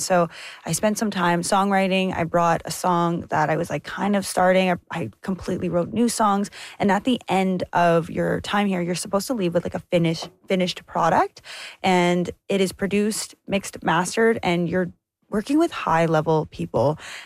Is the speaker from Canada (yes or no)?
yes; Thunder Bay, Ontario, Canada; I was from Thunder Bay, Ontario. And yes, it's a city, but it's a northern city. We're a little bit secluded.